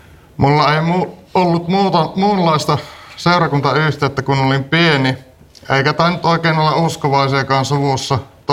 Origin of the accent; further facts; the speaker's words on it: Kangasniemi, South Savo, Finland; now in Laukaa, Finland; ja olen 41-vuotias, kotoisin Kangasniemeltä ja opiskelen tällä hetkellä lähihoitajaksi. Laukaaseen muutin asumaan tukiasuntoon.